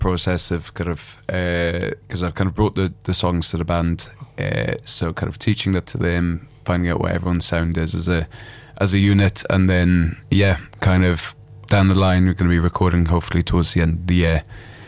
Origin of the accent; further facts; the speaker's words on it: Wales, United Kingdom; I'm from Wales